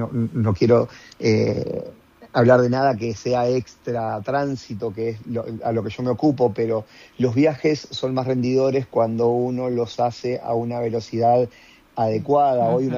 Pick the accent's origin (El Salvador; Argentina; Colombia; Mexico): Argentina; Concordia, Entre Ríos; yo soy de Concordia